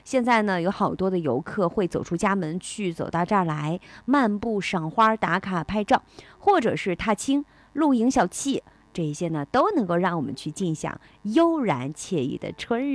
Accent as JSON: {"language": "Chinese", "region": "Shandong", "country": "China", "said": "这些都是我们山东人家庭出游的一个主流选择。"}